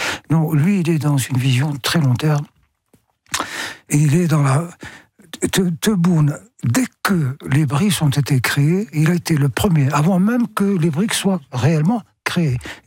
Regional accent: Algeria; now in France; Alors, je réagissais en tant qu'Algérien

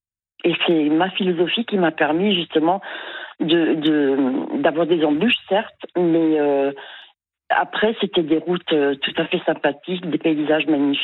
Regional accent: Marseille, Provence-Alpes-Côte d'Azur, France; born there; Et ensuite j'ai été transférée en France parce que figurez-vous que je suis née à Marseille, mais vraiment j'y suis née, c'est tout.

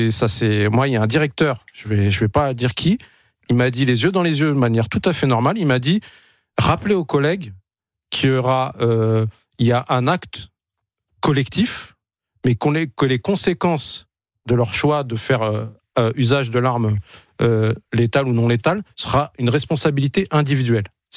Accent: Morocco; now in France; je suis marocain aussi, j'ai la chance d'être binational. Mon pays, la France, m'a laissé cette chance-là.

